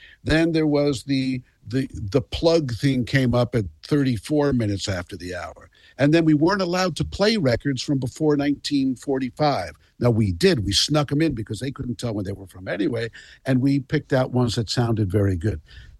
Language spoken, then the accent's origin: English; Bergen County, New Jersey, United States; I was growing up in Burton County, New Jersey, which is not that far, but the George Washington Bridge was in between